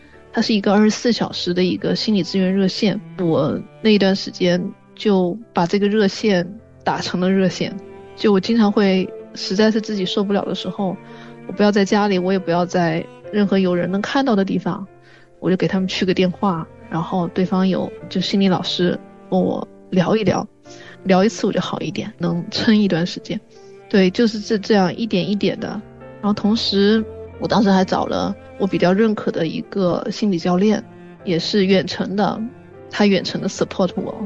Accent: Wuhan, Hubei, China; moved away; 我的老家湖北武汉

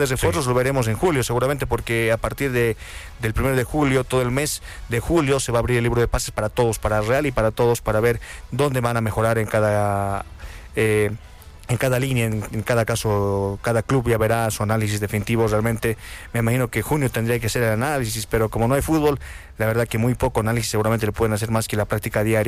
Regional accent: La Paz, Bolivia; como paseño, como boliviano

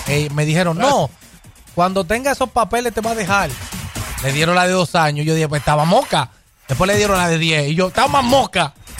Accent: Puerto Rico; yo como puertorriqueño

